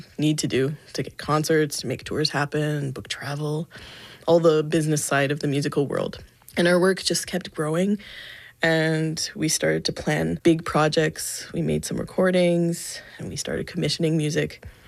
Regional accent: Ontario, Canada; growing up in Ontario was really different from my other quartet … This one had similar backgrounds in music as well as the fact that we all grew up in Canada.

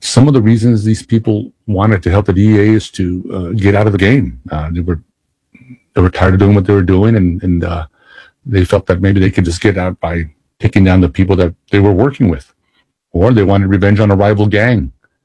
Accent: El Paso, Texas, United States; I was born and raised in El Paso, so I was familiar with the culture, the people in the streets of the city.

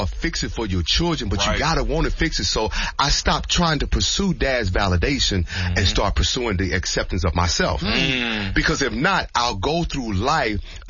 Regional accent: Mississippi, United States; JJ, you know we're from, you know we're from Mississippi, JJ.

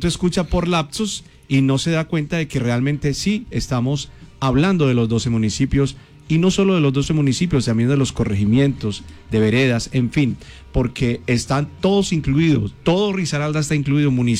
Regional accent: Galicia, Spain; Yo soy gallego. Uh-huh. Y español, yo soy español. No, no se rían que yo soy español, por de verdad.

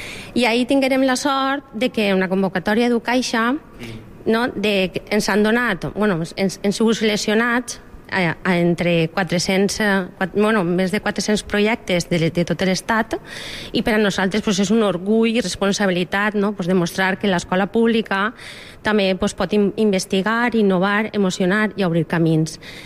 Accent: Valencian Community, Spain; first language Valencian; per a nosaltres el valencià, jo sempre dic que és la meva llengua materna, que és la de molts

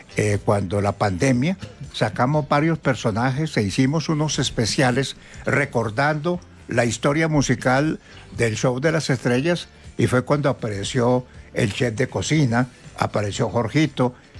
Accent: Ibagué, Tolima, Colombia; moved away; el show de las estrellas nace en Ibagué, mi tierra natal.

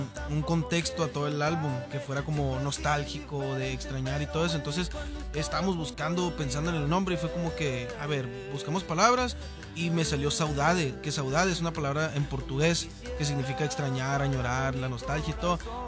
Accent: Hermosillo, Sonora, Mexico

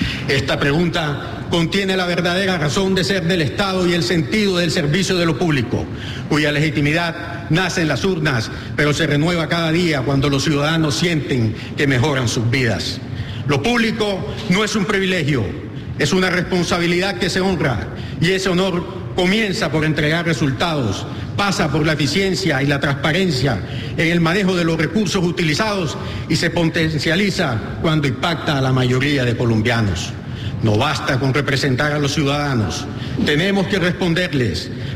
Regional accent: Caribbean Region, Colombia; En nuestra costa Caribe, de donde usted y yo somos presidente

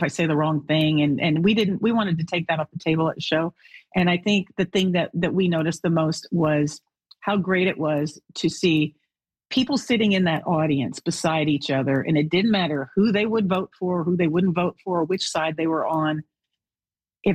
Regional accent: Alberta, Canada; So it kind of, it blends growing up in Alberta, driving on black ice.

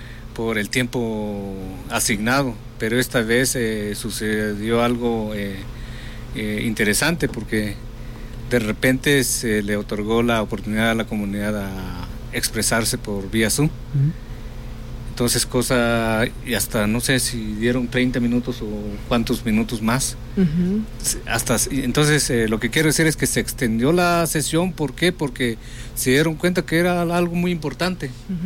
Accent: Guatemala; moved away; Yo soy de Guatemala

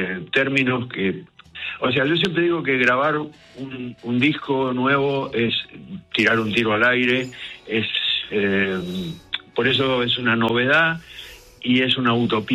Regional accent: Argentina; now in United States; Mirá, yo siempre digo además que no soy estadounidense, ni lo voy a ser nunca. O sea, soy un argentino viviendo en otro lado.

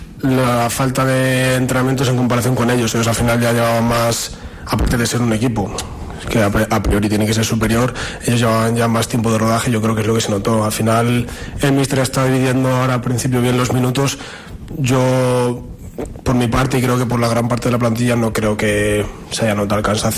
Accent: Valladolid, Castile and León, Spain; born there; also born or lived in Trascastro, Valle de Fornela; Yo nací en Valladolid, pero bueno, tengo un pueblecillo aquí pasando Favero, en el Valle de Fornela, Trascastro se llama, y mi familia siempre ha estado allí, en verano sobre todo, que es cuando podemos ir

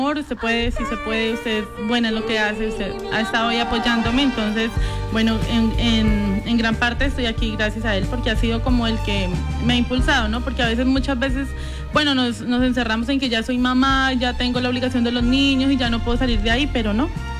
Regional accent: Pitalito, Huila, Colombia; born there; Soy hija de Pitalito Huila, de un docente … de una ama de casa hermosa … Soy la novena hija de 9 hijos.

